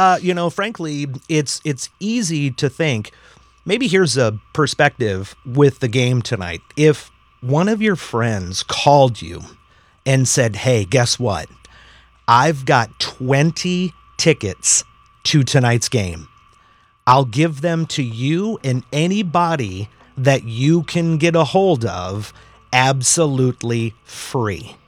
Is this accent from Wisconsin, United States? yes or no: yes; Wisconsin, United States; moved away; I grew up in Wisconsin. I come by it honestly.